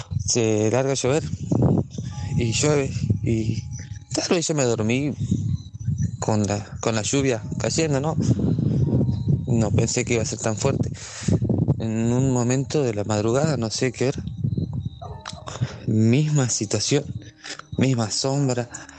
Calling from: Chaco, Argentina; soy de Chaco, del interior, bastante del interior.

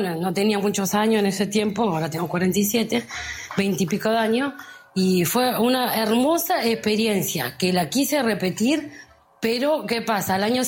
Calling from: San Fernando, Buenos Aires Province, Argentina; Soy de San Fernando

